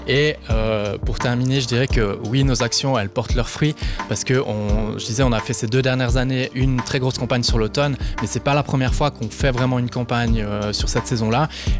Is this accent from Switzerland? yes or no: yes; Switzerland; ça me fait tellement rêvé en tant que Suisse